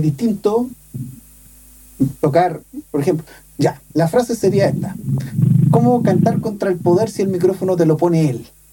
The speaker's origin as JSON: {"language": "Spanish", "town": "Maipú", "region": "Santiago Metropolitan Region", "country": "Chile", "said": "Yo soy de Maipú"}